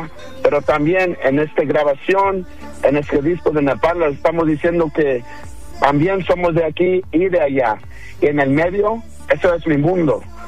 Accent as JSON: {"language": "Spanish", "country": "United States", "said": "como chicanos, cuando me voy a México me llaman Pocho. No soy mexicano cuando me voy de allá, pero aquí la migra me está buscando"}